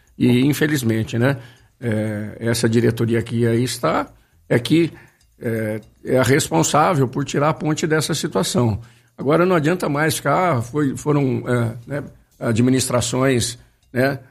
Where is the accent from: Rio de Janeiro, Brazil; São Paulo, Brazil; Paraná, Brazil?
São Paulo, Brazil; Campinas; Eu sou campineiro, eu vivo futebol de Campinas há mais de 50 anos